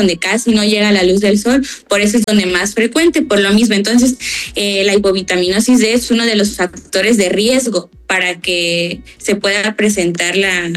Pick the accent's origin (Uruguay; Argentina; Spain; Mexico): Mexico; mexicanos en general